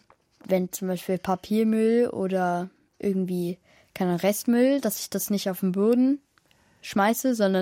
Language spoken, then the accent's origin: German; Munich, Bavaria, Germany; born there; Also, ich bin in Deutschland. Also, ich bin in München geboren und ich komme halt aus Kurdistan. Das ist in Asien.